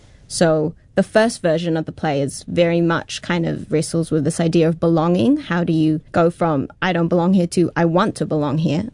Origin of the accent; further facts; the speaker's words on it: Tamaki, Auckland, New Zealand; my parents migrated here from Malaysia about 39 years ago, and so I was born and raised in Tamaki.